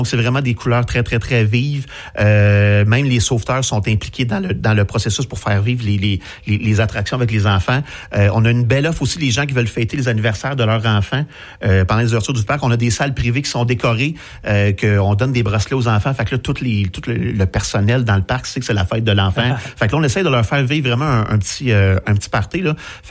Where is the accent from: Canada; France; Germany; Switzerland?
Canada; Saint-Hyacinthe, Quebec; moved away as an adult; Puis je viens de la région de Saint-Hyacinthe, moi. Fait que je revenais un petit peu par chez moi.